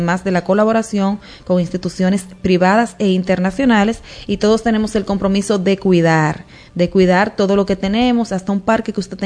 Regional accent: Dominican Republic

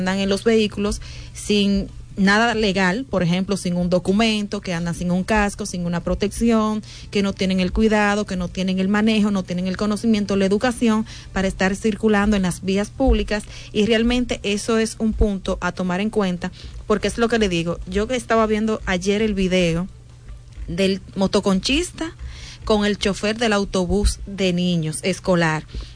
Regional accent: Dominican Republic; que obviamente los ambientalistas y nosotros mismos como dominicanos ya realmente no podemos permitir

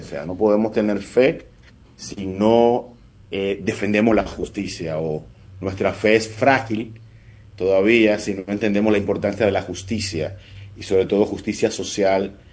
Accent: Cibao, Dominican Republic; las personas del Cibao Central hemos construido nuestras ciudades en medio de esa falla

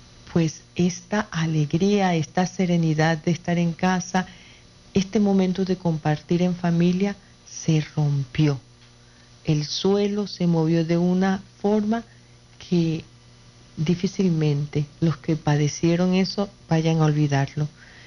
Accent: Caracas, Capital District, Venezuela; now in Yaracuy, Venezuela; nosotros somos de Caracas y nos hemos mudado hace tiempo ya hacia esa zona donde fue el epicentro.

